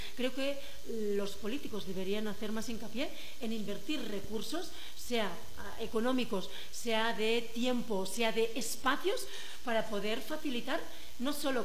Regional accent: Spain; moved away; los foráneos como yo, que yo vengo de España

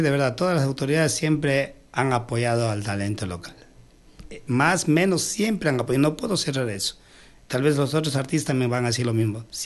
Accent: Sevilla Don Bosco, Morona Santiago, Ecuador; yo soy de Sevilla

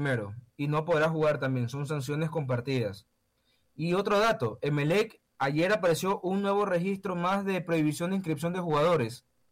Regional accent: Ecuador

